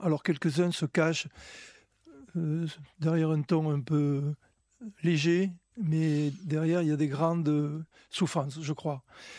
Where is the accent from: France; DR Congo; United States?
France; Provence-Alpes-Côte d'Azur; Alors, je vais peut-être répondre en français parce que je suis provençal.